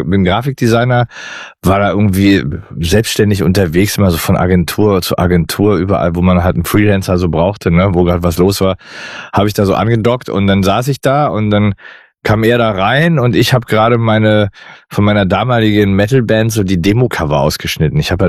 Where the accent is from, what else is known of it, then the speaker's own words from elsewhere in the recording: Berlin, Germany; Ich bin aus Berlin, ich war da schon, ich habe da gesessen, habe auf ihn gewartet quasi.